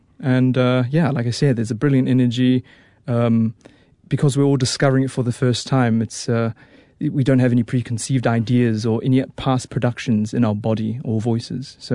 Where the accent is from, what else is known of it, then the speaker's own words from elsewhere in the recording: Auckland, New Zealand; I did. I grew up in Auckland. I grew up in East Auckland in Howick Highland Park.